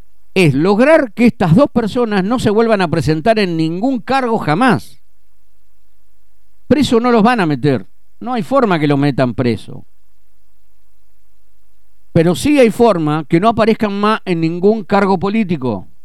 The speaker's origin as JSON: {"language": "Spanish", "region": "Santa Fe", "country": "Argentina", "said": "nosotros seguimos como ciudadanos santafesinos"}